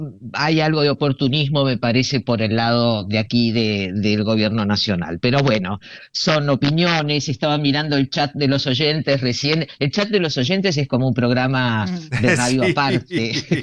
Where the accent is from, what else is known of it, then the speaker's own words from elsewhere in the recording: Argentina; nos haga sentir orgullosos como argentinos.